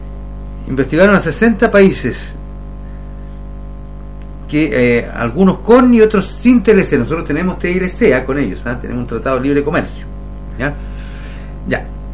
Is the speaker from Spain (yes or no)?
no; Chile